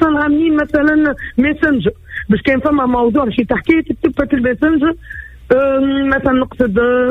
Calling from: Ezzahra, Ben Arous, Tunisia; من الزهرة.

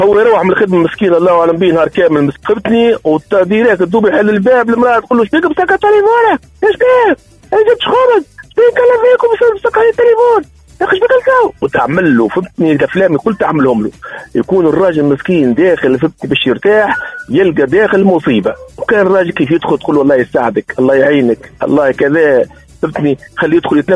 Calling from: Tunisia; هنا في تونس

